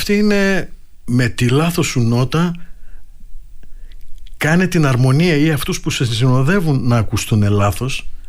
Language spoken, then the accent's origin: Greek; Kozani, Western Macedonia, Greece; moved away as an adult; also born or lived in Thessaloniki; γεννήθηκα στην Κοζάνη